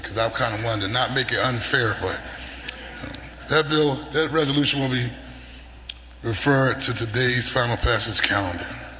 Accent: Philadelphia, Pennsylvania, United States; I grew up in South Philly. Our streets are about this big.

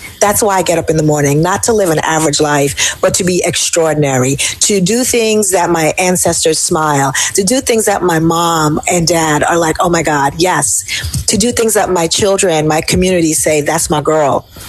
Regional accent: Jamaica; So I was like, I'm a Jamaican citizen. Like, I'm an American citizen, dual citizenship. But I said, I'm from Jamaica, after that response.

